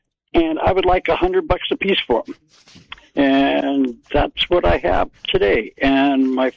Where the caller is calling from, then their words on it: Fort Bragg, California, United States; I'm calling from Noyo Harbor.